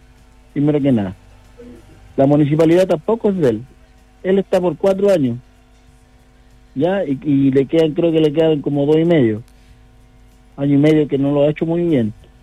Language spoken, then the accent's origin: Spanish; Antofagasta, Chile; yo soy antofagastino, ¿eh?, de tomo y lomo. Como decía el profesor, yo soy más antofagastino que chileno.